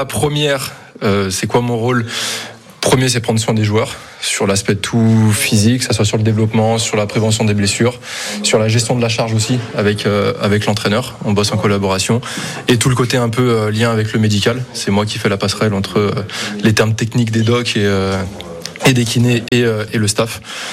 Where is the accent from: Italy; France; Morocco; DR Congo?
France; Lyon, Auvergne-Rhône-Alpes; Au début, moi j'ai tout fait à Lyon, j'ai commencé à bosser à Lyon, je suis lyonnais de base.